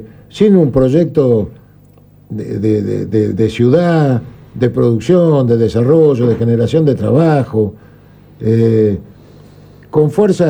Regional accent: Argentina

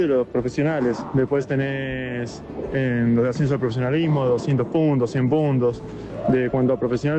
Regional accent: Buenos Aires, Argentina; Yo de Capital.

